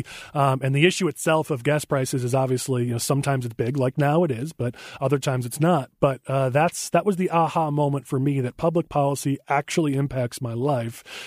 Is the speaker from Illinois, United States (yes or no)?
yes; Palatine, Illinois, United States; also born or lived in Batavia, Illinois / Lake Zurich, Illinois / Hawthorne Woods, Illinois; born in Batavia, then my family moved to the northwest suburbs, and I grew up in Palatine, spent a little time in Lake Zurich and Hawthorne Woods as well, but grew up in Palatine, moved out when I was 18, then found my way back to Palatine, and I've been living there ever since.